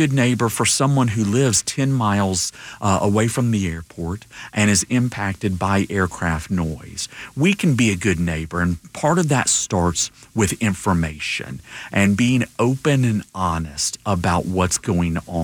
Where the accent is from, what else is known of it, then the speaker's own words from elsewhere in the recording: Alabama, United States; moved away; growing up in Alabama